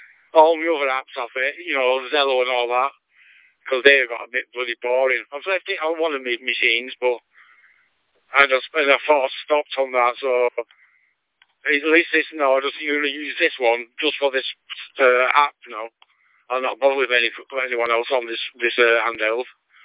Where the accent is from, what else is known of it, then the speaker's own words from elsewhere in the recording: North West England, United Kingdom; I still say I'm from Lancashire.